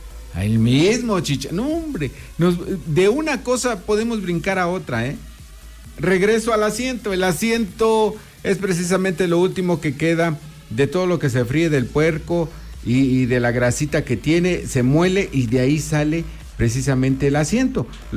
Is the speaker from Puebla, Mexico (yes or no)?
no; Oaxaca, Mexico; así somos los oaxaqueños.